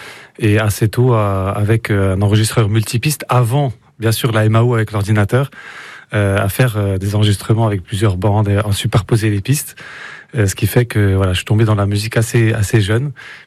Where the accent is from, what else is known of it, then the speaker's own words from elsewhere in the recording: Bethoncourt, Bourgogne-Franche-Comté, France; Ouais, ben moi j'ai grandi à Betoncourt, pas très loin d'ici, donc j'étais un enfant des quartiers